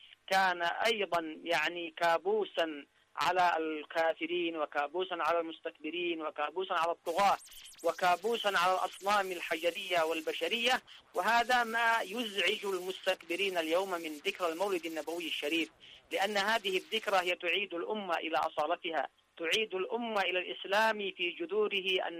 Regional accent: Yemen; فيما بيننا كيمنيين

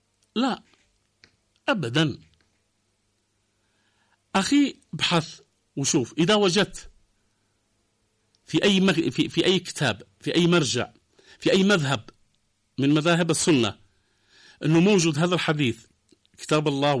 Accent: Yemen

